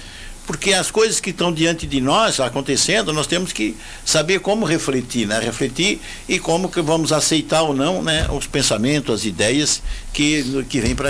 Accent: Brazil

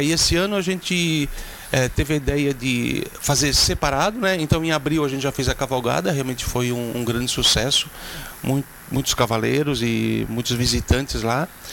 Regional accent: Orleans, Santa Catarina, Brazil; Não, nós somos de Orleans, do município de Orleans.

